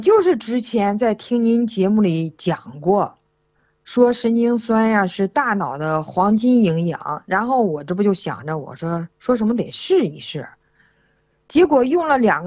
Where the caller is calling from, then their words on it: Baoding, Hebei, China; 我是河北保定的。